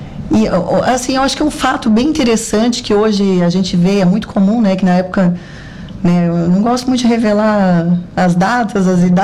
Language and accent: Portuguese; Criciúma, Santa Catarina, Brazil; moved away as an adult; now in Araranguá, Brazil; eu sou natural de Criciúma, né? Nasci na terra do tigre